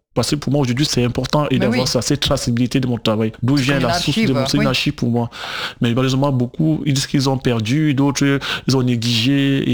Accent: Port-Gentil, Ogooué-Maritime, Gabon; je suis né à Port-Gentil, mais de parents camerounais.

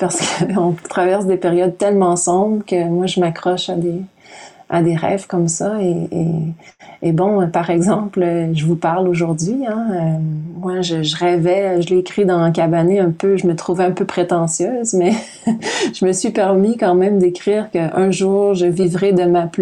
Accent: Quebec, Canada; accent: Québécois

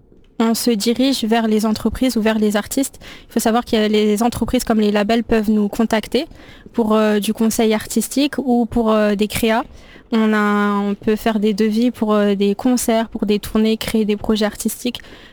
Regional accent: Senegal; also born or lived in Romania; now in Paris, France; il faut savoir que j'ai grandi à l'étranger, j'ai grandi 3 ans en Roumanie, 3 ans et demi en Roumanie, j'ai grandi au Sénégal

